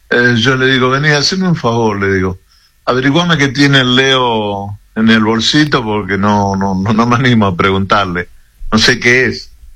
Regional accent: Rosario, Santa Fe, Argentina; yo soy de Rosario, pero de la contra.

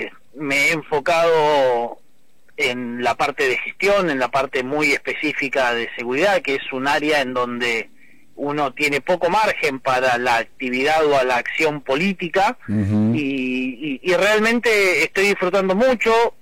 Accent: Rosario, Santa Fe, Argentina; yo soy rosarino, tengo mi familia que vive en sí. Rosario toda la vida.

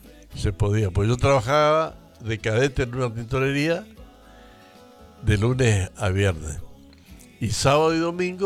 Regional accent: Argentina; also born or lived in Rosario / Buenos Aires; now in Reconquista, Argentina; Yo soy siempre argentino, siempre. Y amo a mi Argentina, además. Amo la ciudad de Reconquista, aquí donde estamos.

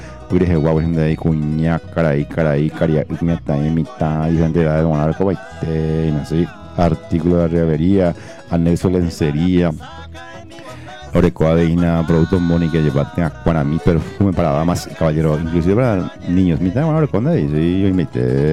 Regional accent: Paraguay; No, estamos hecho como buen paraguayo lleva, que somos. Sí, paraguayo obviamente lleva.

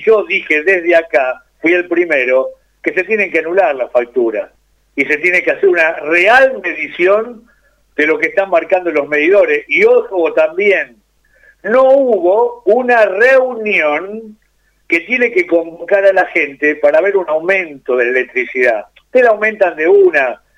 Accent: Argentina; Así somos los argentinos

